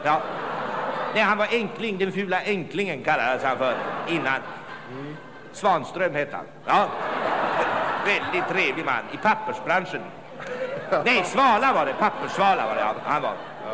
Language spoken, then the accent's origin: Swedish; Turkey; jag är ju turk. Och kan det, jag är turk.